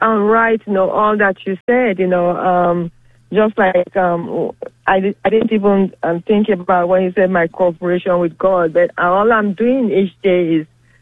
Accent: Nigeria; I'm Nigerian, you know, and mm-hmm. My mother is back home in my country with dementia.

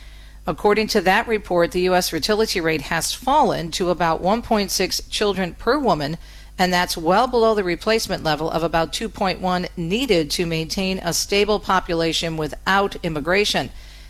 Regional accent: Detroit, Michigan, United States; portions of the Midwest, including my hometown of Metro Detroit

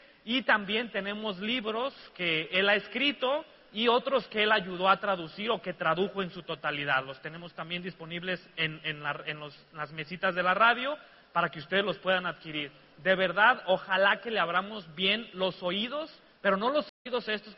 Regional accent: Mexico; como decimos en México

